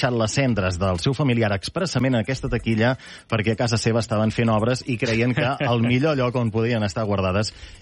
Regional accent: Vic, Catalonia, Spain; jo que sóc de Vic?

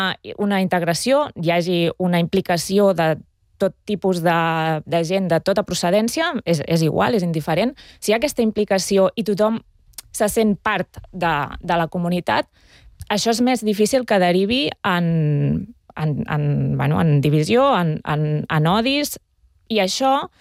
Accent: Berga, Catalonia, Spain; jo sóc de Berga, Manresa queda a prop

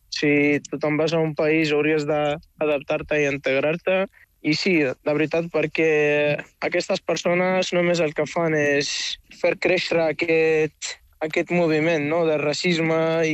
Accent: Morocco; now in Spain; Com a migrant marroquí, sí.

